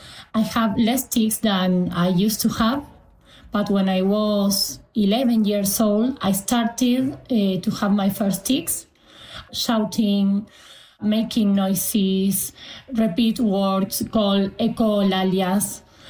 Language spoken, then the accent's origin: English; Argentina; English is a second language; So we were a family sharing a mystery because I grew up in Argentina And at that time, doctors were really lost.